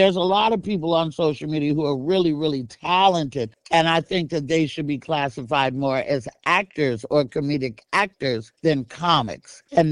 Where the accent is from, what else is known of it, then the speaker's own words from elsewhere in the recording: Oakland, California, United States; moved away; also born or lived in Toledo, Arkansas; I was born in Toledo, Arkansas, but I was raised and reared in Oakland, California.